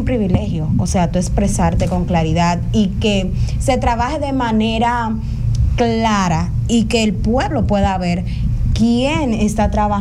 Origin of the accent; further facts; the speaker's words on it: Dominican Republic; now in Santo Domingo, Dominican Republic; como dominicanos y dominicanas